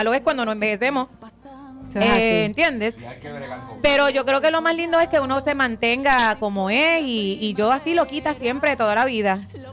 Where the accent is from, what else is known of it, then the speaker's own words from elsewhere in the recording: Fajardo, Puerto Rico; Yo soy producto de Escuela Pública de Fajardo, Puerto Rico.